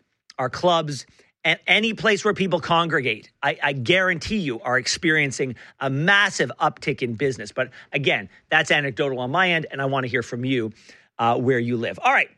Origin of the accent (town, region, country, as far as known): Canada